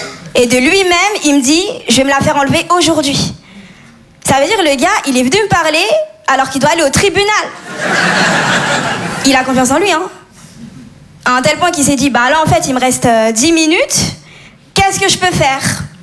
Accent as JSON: {"language": "French", "country": "Comoros", "said": "Je suis comorienne, mauraise malgache. C'est des îles dans l'océan Indien."}